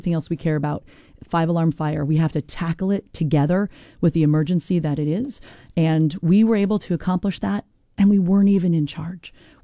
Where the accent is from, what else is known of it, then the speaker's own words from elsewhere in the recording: Newbury, Vermont, United States; I grew up in Newbury, Vermont on a dirt road because my family thought it's the best place in the world to raise kids.